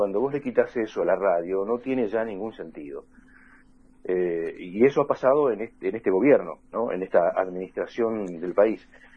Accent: Patagonia, Argentina; yo soy patagónico.

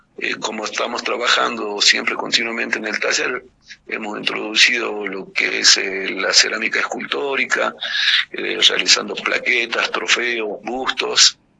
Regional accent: Humahuaca, Jujuy, Argentina; Me he criado desde chico en el taller y aún todavía estamos ahí con el taller familiar. Soy de Humahuaca, realicé mis estudios secundarios en la escuela normal

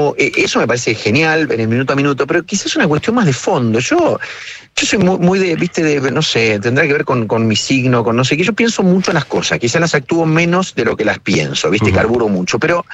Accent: Santa Fe, Argentina; also born or lived in Córdoba; Mi papá, mi familia vivía en Sever, vivía en el pueblo. Es un pueblito muy chiquitito

